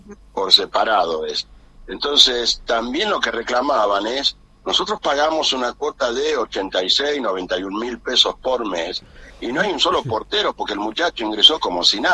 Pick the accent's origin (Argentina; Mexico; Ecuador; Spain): Argentina; Salvador Mazza, Salta; Pues soy padre, soy ciudadano de Salvador Massa y se me notarán ustedes un poco molesto con esta situación